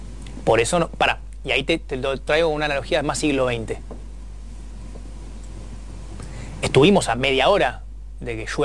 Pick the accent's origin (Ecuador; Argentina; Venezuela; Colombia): Argentina